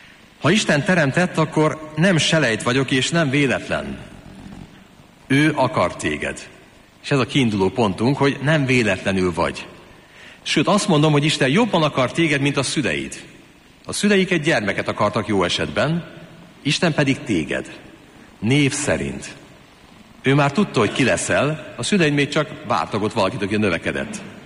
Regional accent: Hungary; én egy római katolikus magyar férfi vagyok.

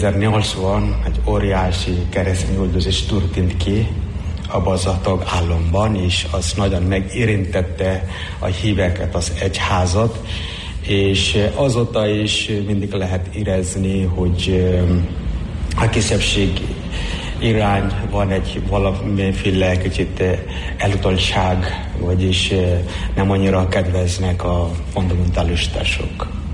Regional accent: Odisha, India; Hungarian is a second language; moved away as an adult; now in Hungary; Indiából származom. Elmúlt 14 éve, hogy itt vagyok Magyarországon.

